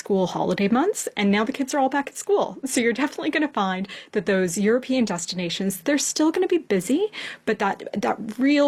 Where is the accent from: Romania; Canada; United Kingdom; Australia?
Canada; And I am going to correct you. I'm Canadian.